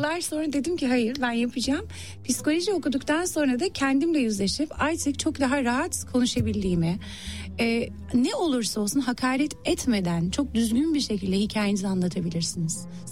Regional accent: London, United Kingdom; Biraz daha yani ben yıllarca çok farklı bir ortamda büyüdüm. Halk evlerinde büyüdüm Londra'da.

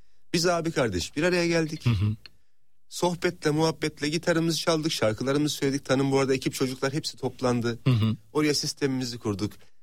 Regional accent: Ankara, Turkey; Tabii canım, Ankara bizim Hı-hı. kökenimiz.

